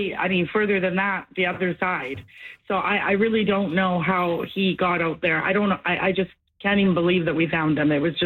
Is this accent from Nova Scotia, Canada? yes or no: no; Vernon, British Columbia, Canada; now in Abbotsford, Canada; And I grew up in Vernon.